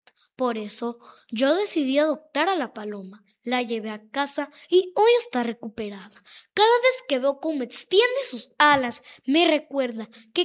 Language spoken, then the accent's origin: Spanish; San Juan del Cesar, La Guajira, Colombia; born there; tengo 9 años y orgullosamente nací en San Juan del Cesar, La Guajira.